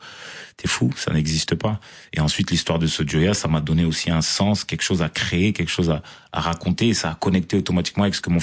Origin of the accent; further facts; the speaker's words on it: Marseille, Provence-Alpes-Côte d'Azur, France; quand je dis des fois aux gens que je viens de Marseille, ils disent mais tu dégages pas du tout la vibe de Marseille.